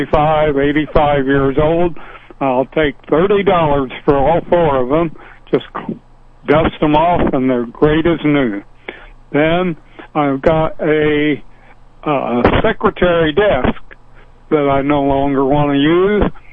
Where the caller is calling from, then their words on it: Norborne, Missouri, United States; I'm in Norburn